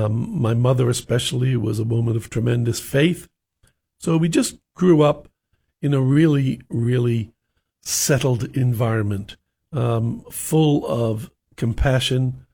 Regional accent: New York, United States; So I had a really almost idyllic 1960s kind of growing up in New York, and it was wonderful.

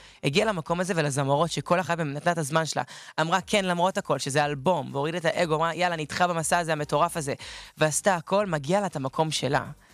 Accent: Ramat Gan, Tel Aviv District, Israel; born or raised there

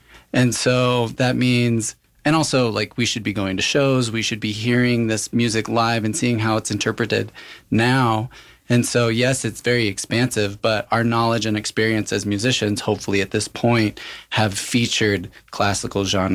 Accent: New Mexico, United States; also born or lived in Grants, New Mexico / Farmington, New Mexico; now in Albuquerque, United States; I am a local New Mexican, and so as a local New Mexican from rural New Mexico, Grants and Farmington, we end up in Albuquerque somehow

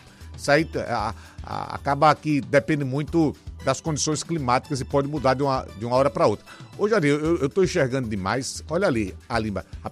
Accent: Maceió, Alagoas, Brazil; nós que somos de Maceió, nós que somos do Nordeste

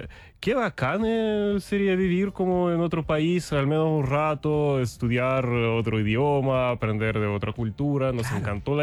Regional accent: Rybinsk, Yaroslavl Oblast, Russia; Spanish is a second language; moved away as an adult; also born or lived in Saint Petersburg, Russia; now in Chile; yo nací en una ciudad bien chica, se llama Rybinsk. Prácticamente nadie la ubica, por supuesto, pero claro, siempre digo que soy de San Petersburgo porque ahí viví muchos años. Ahí estudié en la universidad

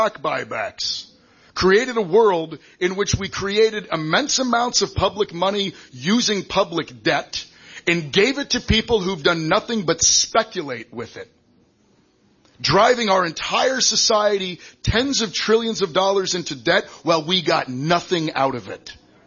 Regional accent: Blue Hill, Maine, United States; born or raised there

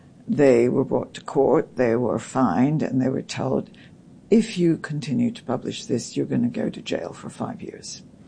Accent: Philadelphia, Pennsylvania, United States; 50s and 60s, growing up in Philadelphia, my parents sometimes let me stay up late to watch What's My Line.

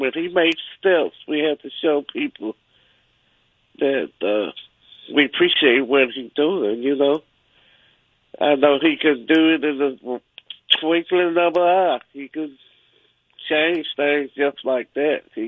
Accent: Birmingham, Alabama, United States; I'm from Birmingham, Alabama.

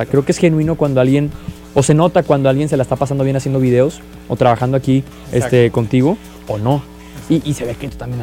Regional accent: Monterrey, Nuevo León, Mexico; somos regios y le decimos tío a la persona que conocemos hace dos minutos

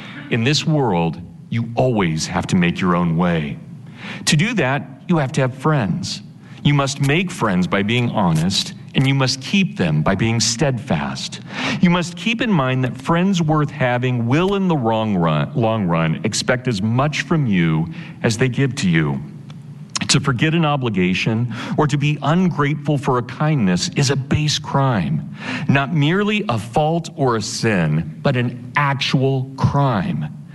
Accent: Kansas, United States; and I will admit, I'm from Kansas, I'm a Volga German, Russian German stock.

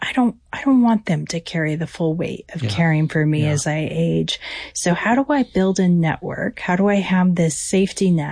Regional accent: Darby, Montana, United States; I'm a Darby, Montana girl all the way through. My father was a log home builder, owned his own company. And so I grew up the West Fork, riding horses and being a country girl.

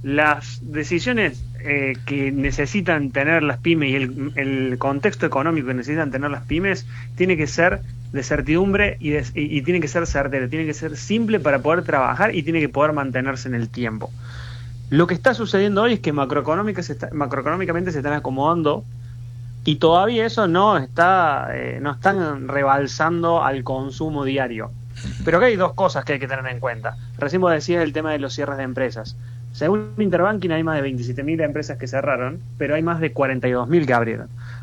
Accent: Argentina; nosotros estábamos acostumbrados como argentinos a vivir de una forma

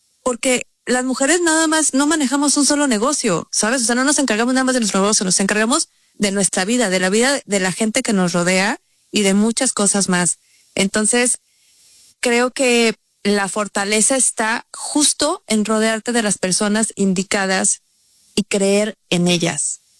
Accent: Oaxaca, Mexico; nosotros somos amigas desde hace mucho tiempo, las tres somos oaxaqueñas.

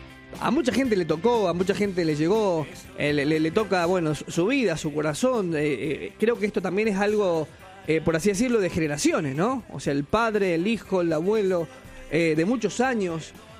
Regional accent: Argentina; somos los argentinos de tener esa clase de pensamientos

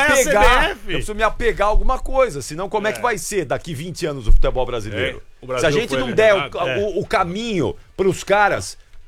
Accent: Brazil; Mas nós, como brasileiros, nós tínhamos que ter vergonha disso

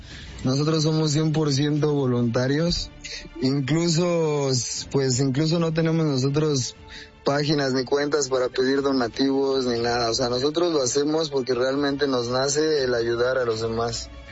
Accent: San José de Gracia, Michoacán, Mexico; Yo soy de San José de Gracia, Michoacán.

